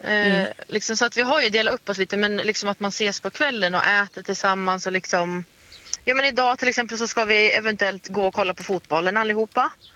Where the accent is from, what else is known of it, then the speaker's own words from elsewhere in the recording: Hudiksvall, Gävleborg County, Sweden; Jag kommer från Hudiksvall.